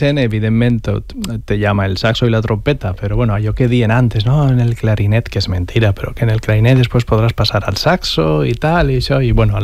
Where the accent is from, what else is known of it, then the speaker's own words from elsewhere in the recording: Borriana, Valencian Community, Spain; Jo començo en Borriana. Soc nascut a Borriana